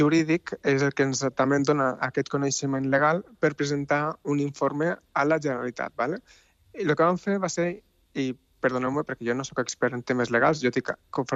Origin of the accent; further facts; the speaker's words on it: Tarragona, Catalonia, Spain; Bueno, jo sóc de Tarragona, eh? Però jo estic vivint al País Basc i per tant, hem tocat el tema una mica com a personal, no?